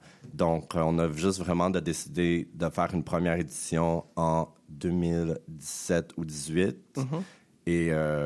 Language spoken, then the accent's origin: French; Deux-Montagnes, Quebec, Canada; moved away as an adult; now in Montreal, Canada; J'ai 33 ans. Je viens de Deux-Montagne, mais ça fait 17 ans que j'habite à Montréal, donc je me considère Montréalais.